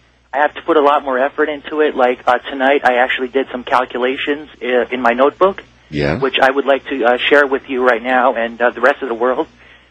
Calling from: New Jersey, United States; I'm in northern New Jersey.

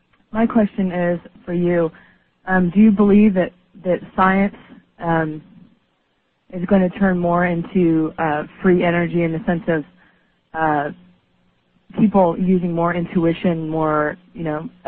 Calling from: California, United States; I'm calling from California.

